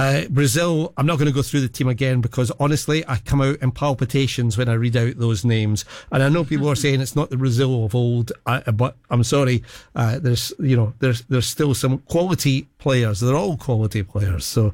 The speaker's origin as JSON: {"language": "English", "region": "Scotland", "country": "United Kingdom", "said": "Just kind of looking over my shoulder as a Scot."}